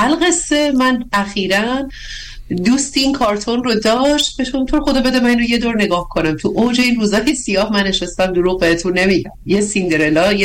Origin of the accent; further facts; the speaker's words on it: Bandar Abbas, Hormozgan, Iran; born there; moved away as an adult; also born or lived in Tehran; از بندر عباسی که زندگی میکردیم، در واقع فردای روز کنکور دیگه اومدیم کامل از بندر عباس بیرون و مهاجرت کردیم در واقع به یک شهر دیگه